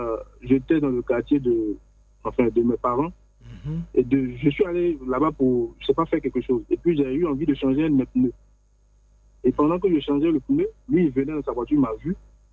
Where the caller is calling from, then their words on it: Abata, Côte d’Ivoire; Je vous appelle de Abata.